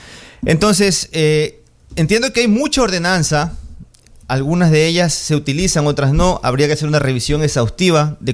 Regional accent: Ecuador; yo soy de Ecuador

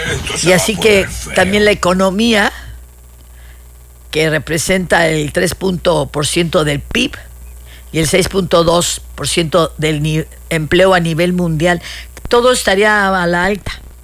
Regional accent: Mexico; Ya saben lo ocurrentes que somos los mexicanos.

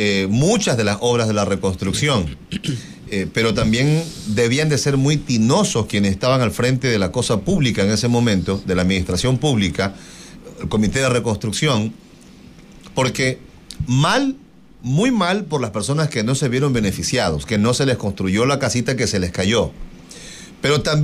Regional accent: Portoviejo, Manabí, Ecuador; nosotros mismos que somos de Portoviejo

